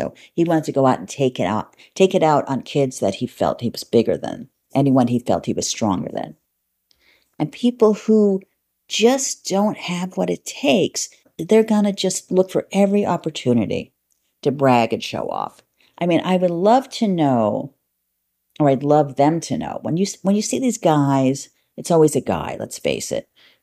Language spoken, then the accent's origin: English; New York, United States; I'm a New Yorker